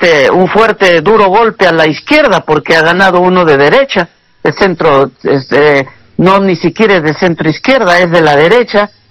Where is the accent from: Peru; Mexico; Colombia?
Peru; porque somos peruanos